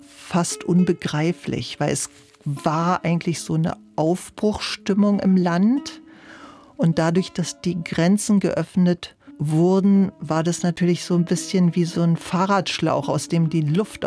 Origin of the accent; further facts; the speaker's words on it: Berlin, Germany; Naja, es war ja so, dass die Frauen in der DDR nach 6 Wochen eigentlich wieder an ihren Arbeitsplatz gingen.